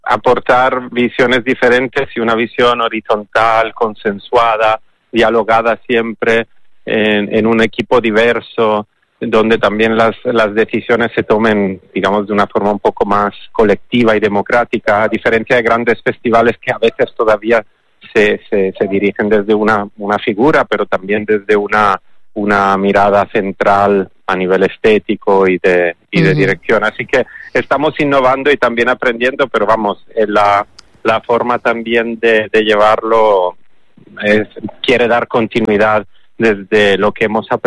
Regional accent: Tarifa, Andalusia, Spain; also born or lived in Italy; Yo, en mi caso, soy italiano, pero me dicen tarifaliano porque crecí en Tarifa desde los 10 años, así que me siento más tarifeño que italiano a veces, pero el acento también me delata.

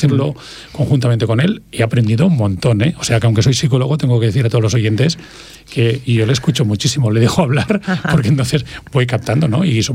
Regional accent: Catalonia, Spain; somos de Tarragona, él en concreto de Tarragona, yo soy del Delta del Ebro y cerca todos tenemos faros. Yo tengo el faro de Buda

